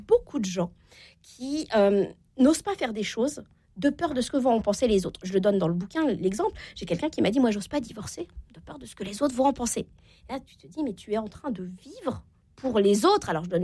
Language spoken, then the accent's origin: French; Normandy, France